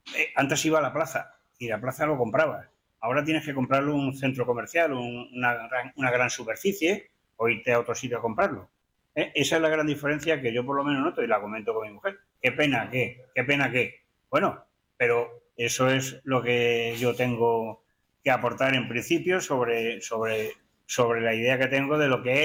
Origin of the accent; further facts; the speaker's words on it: Valencia, Valencian Community, Spain; Bueno, yo procedo de Valencia y allí en Valencia se come muy bien, igual que aquí.